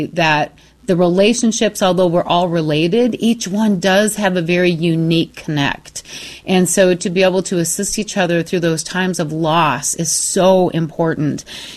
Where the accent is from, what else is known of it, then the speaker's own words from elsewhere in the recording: Michigan, United States; but I've been in Arizona for many, many years, but Michigan is still my home state. It's just a beautiful, beautiful place.